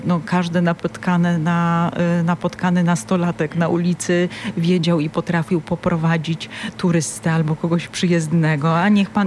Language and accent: Polish; Katowice, Silesian Voivodeship, Poland; ja jestem z Katowic